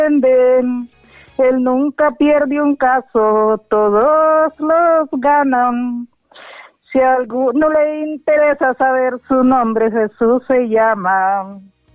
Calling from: Honduras; de aquí la carretera Olancho.

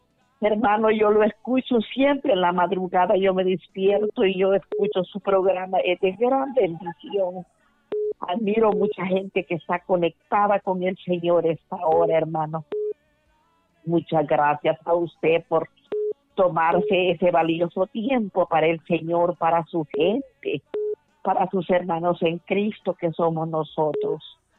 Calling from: San Pedro Sula, Cortés, Honduras; Aquí lo estoy llamando de San Pedro Sula, de la colonia Vía Florencia

